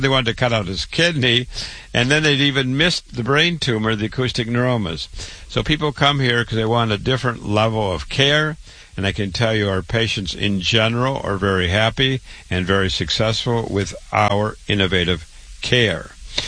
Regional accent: Waterloo, Iowa, United States; I'm a board-certified, triple board-certified cancer doctor. I was born and raised in Waterloo, Iowa.

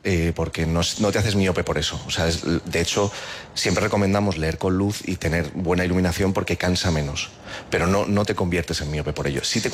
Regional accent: Madrid, Community of Madrid, Spain; Nunca he estado aquí, yo soy de Madrid, nunca había subido.

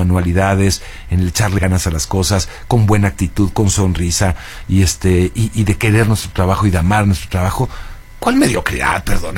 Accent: Mexico; soy mexicano y estoy involucrado, pues obviamente sentimentalmente en ese partido.

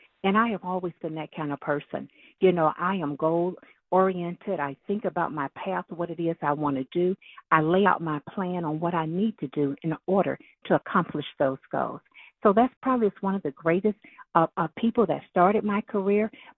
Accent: Selma, Alabama, United States; accent: Southern; moved away as an adult; now in Detroit, United States; I grew up in Selma, Alabama. So I am a Southern girl. You probably can hear that accent.

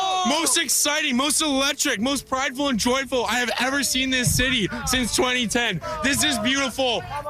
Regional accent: Langley, British Columbia, Canada; it was the first time ever I watched it in my hometown of Langley, where I heard car horns run out of air.

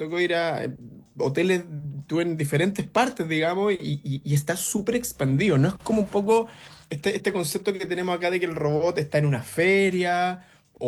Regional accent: Chile; Yo, si soy de Chile

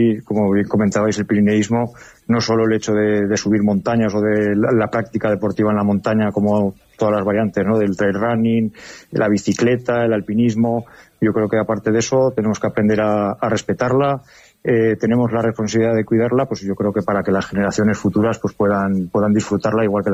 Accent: Panticosa, Aragon, Spain; also born or lived in Zaragoza; yo soy de Panticosa, he nacido en la montaña, vivo en la montaña

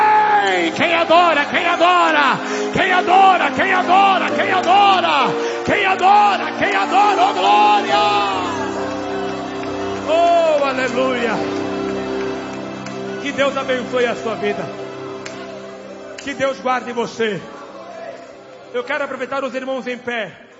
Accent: Mozambique; born there; moved away; lá na minha terra, Moçambique.

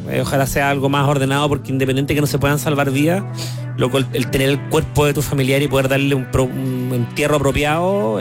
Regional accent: Chile; soy chileno

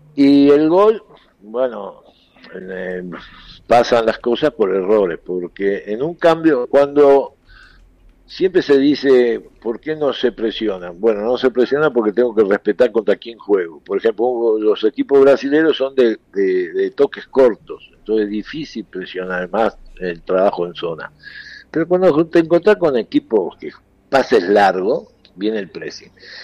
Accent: Argentina; Somos argentinos todos, ¿eh? Uh-huh. Todos somos argentinos

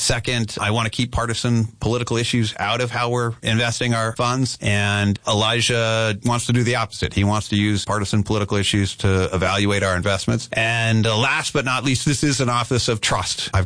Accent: Tucson, Arizona, United States; now in Phoenix, United States; I have a lot of family who live in rural areas. I grew up in Tucson. I live in Phoenix now.

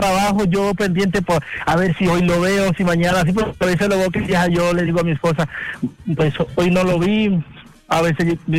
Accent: Montería, Córdoba, Colombia; Yo soy de Córdoba, Montería.

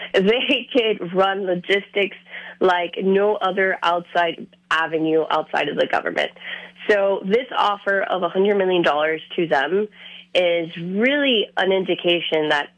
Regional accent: Miami, Florida, United States; One of the things that really shocked me growing up in Miami, but finally, you know, reaching the island and the many visits

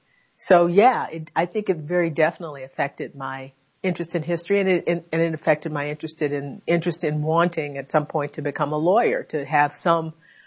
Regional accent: Conroe, Texas, United States; Yeah, Annette Gordon Reed Elementary School in my hometown. Yes, in Conroe, Texas. Yeah, Conroe, Texas.

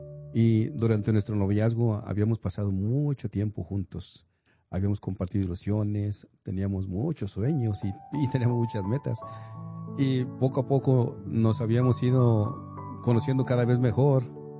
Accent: Guanajuato, Mexico; nosotros los dos somos mexicanos, sí, pero venimos de diferentes estados. Por ejemplo, mi esposa Conchita es de Zacatecas, yo soy de Guanajuato.

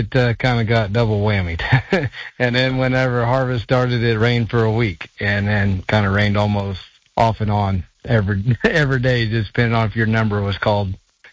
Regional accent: North Dakota, United States; We're from North Dakota. We're currently cutting here at St. Francis.

